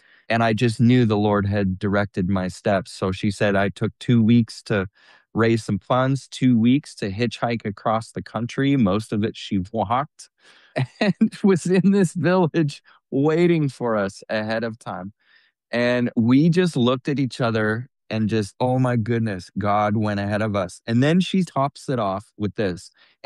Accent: Canada; we're from Canada.

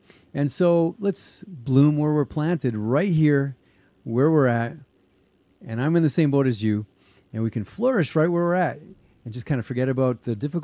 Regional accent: Edmonton, Alberta, Canada; also born or lived in Caribbean; So I'm from here. I was born in Edmonton and raised in Alberta. But I lived 20 years in the Caribbean

